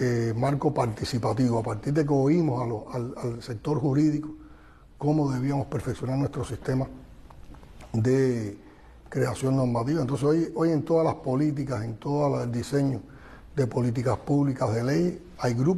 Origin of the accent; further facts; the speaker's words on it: Cuba; como un cubano más nacido en tiempos de revolución